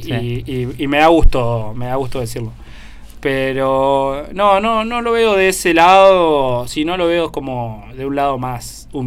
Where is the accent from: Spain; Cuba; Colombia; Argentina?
Argentina; General Rodríguez, Buenos Aires Province; also born or lived in Moreno; soy de acá de Rodríguez, nací en Moreno, soy de Rodríguez, soy barbero, tengo una barbería